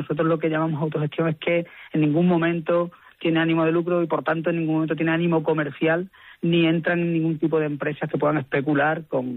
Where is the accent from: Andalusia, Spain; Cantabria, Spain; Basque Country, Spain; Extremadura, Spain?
Extremadura, Spain; Yo soy de la provincia de Badajoz, vivo en Montijo, pero nosotros tenemos una casita en Orcajo, que es una pedanía de una alquería, mejor dicho, de pino franqueado.